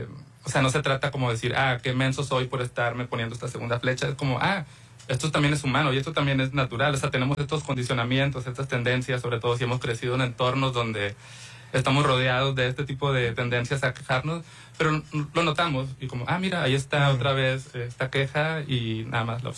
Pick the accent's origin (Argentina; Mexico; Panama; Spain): Mexico; Mexicali, Baja California; Yo soy de Mexicali.